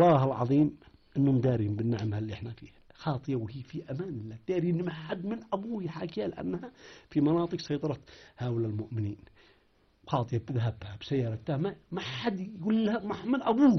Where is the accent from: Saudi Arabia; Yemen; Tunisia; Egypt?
Yemen